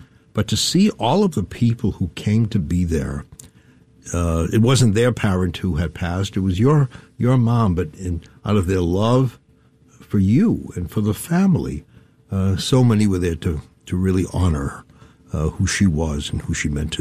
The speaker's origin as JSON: {"language": "English", "town": "Boston", "region": "Massachusetts", "country": "United States", "said": "I'm from Boston. So I'm very happy for the Knicks because I think every 53 years, they should win a championship."}